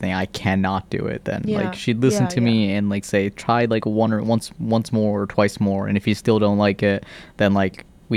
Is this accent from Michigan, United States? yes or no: no; New York, United States; born there; also born or lived in Nepal / Kansas / California / Iowa; now in Ohio, United States; Yeah, my moving history goes, I was born in New York, then Nepal, then Kansas, California, Iowa, baby. North Carolina, and now here in Ohio.